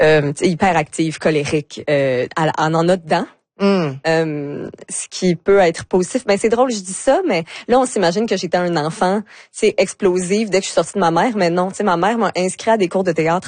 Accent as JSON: {"language": "French", "town": "Deux-Montagnes", "region": "Quebec", "country": "Canada", "said": "Mais en fait, quand je dis que je viens de Deux-Montagnes, tout le monde me demande, me font des blagues sur les Deux-Montagnes de Deux-Montagnes."}